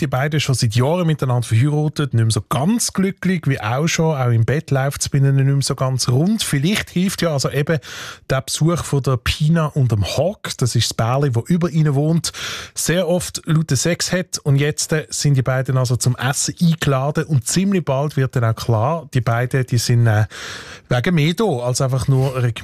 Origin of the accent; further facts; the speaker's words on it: Switzerland; auch bei uns in der Schweiz.